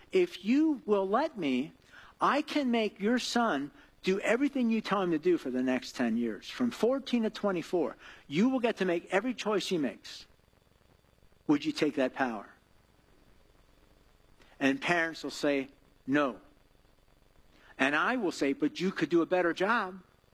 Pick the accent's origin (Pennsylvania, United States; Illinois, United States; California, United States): Pennsylvania, United States; Lebanon; He said, where are you from? I said, Lebanon.